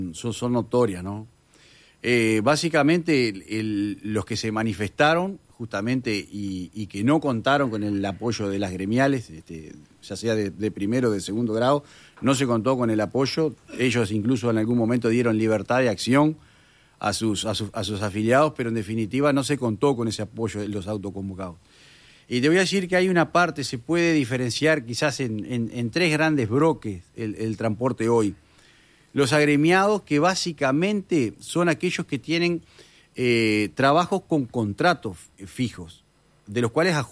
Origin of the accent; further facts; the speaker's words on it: Paysandú, Uruguay; nosotros somos de la zona de Paysandú